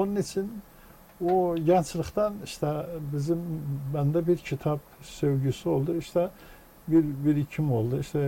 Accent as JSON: {"language": "Turkish", "town": "Kirkuk", "region": "Kirkuk Governorate", "country": "Iraq", "tie": "born or raised there", "said": "1949'da işte dünyaya göz açtıktan sonra Kerkük'te ilk eğitimi bitirdikten sonra öğretmenler enstitüsünü"}